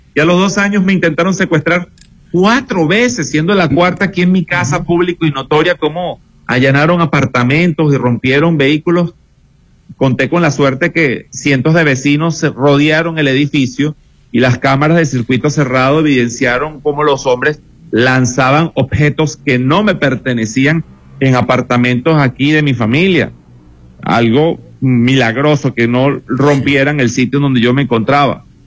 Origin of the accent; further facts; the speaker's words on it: Venezuela; los 38 millones que nos mantenemos acá